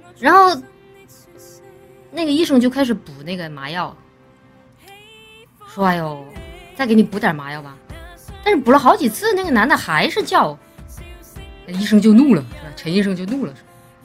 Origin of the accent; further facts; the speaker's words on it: Chongqing, China; 我生活在南方地区，我是重庆人，我们那边不怎么吃玉米。